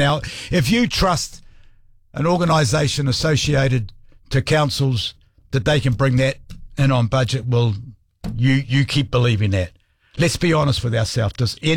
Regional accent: Wellington, New Zealand; As a Wellingtonian, as a ratepayer, as a New Zealander

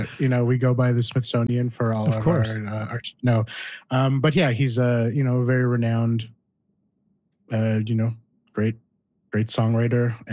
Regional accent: Cole Harbour, Nova Scotia, Canada; I grew up in Cole Harbour, which isn't quite Dartmouth, but we can, nitpick over that if we want later.

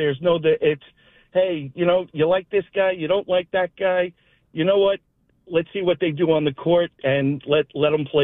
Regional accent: New York, United States; I grew up in New York. I still live in New York.

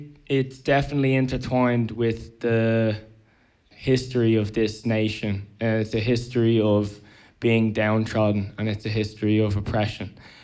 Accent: Ireland; I am Irish

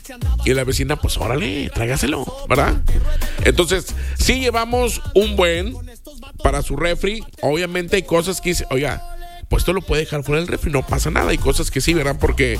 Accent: Mexico

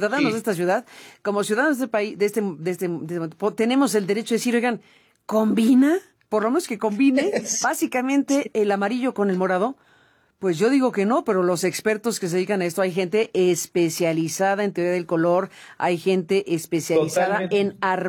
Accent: Mexico City, Mexico; Y hay cosas, déjame cerrar, hay cosas que los capitalinos observamos a lo largo del tiempo.

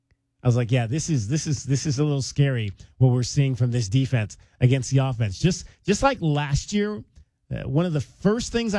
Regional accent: Cleveland, Ohio, United States; now in Tucson, United States; my hometown with my hometown NFL team, the Cleveland Browns

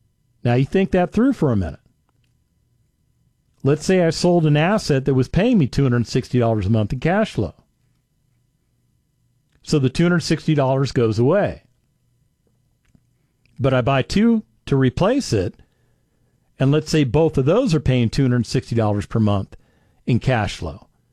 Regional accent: Las Vegas, Nevada, United States; I grew up in Vegas, so I know all about the risks.

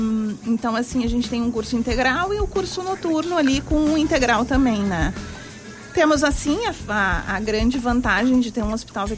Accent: Porto Alegre, Rio Grande do Sul, Brazil; sou de Porto Alegre

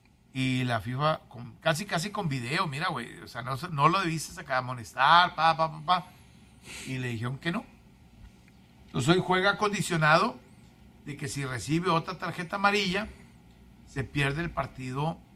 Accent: Mexico; Qué orgulloso se siente uno como mexicano de ver un competidor como este

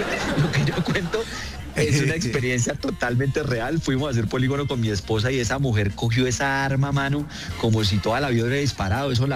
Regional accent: Colombia

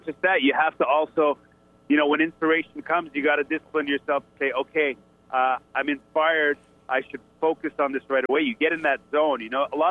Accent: Canada; I'm pretty much giving my perspective as the Canadian neighbor on what's going on in the States right now

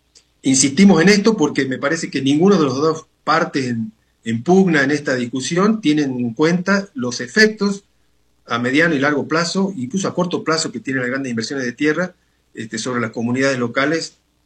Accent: Argentina; incluso desde el punto de vista personal, ¿no? como ciudadano argentino.

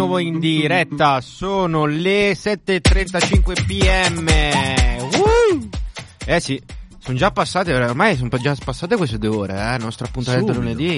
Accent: Naples, Campania, Italy; sono napoletano.

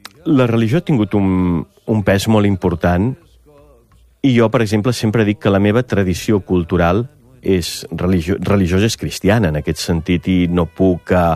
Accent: Catalonia, Spain; now in Barcelona, Spain; a Vic, a 30 quilòmetres del meu poble

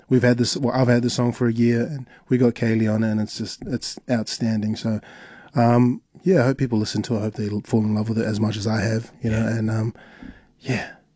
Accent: New Zealand; growing up in New Zealand, being a Samoan

